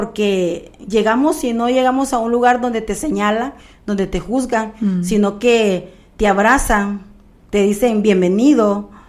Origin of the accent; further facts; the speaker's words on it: Honduras; moved away; Con esa palabra yo salí de Honduras.